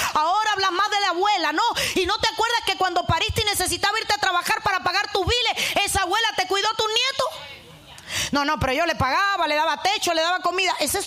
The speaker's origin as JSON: {"language": "Spanish", "country": "Cuba", "moved": "yes", "said": "Y hablo de Cuba porque soy cubana."}